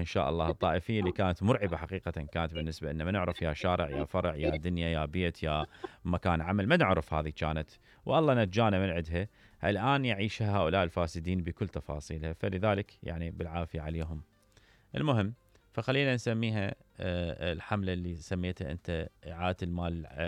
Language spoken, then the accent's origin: Arabic; Iraq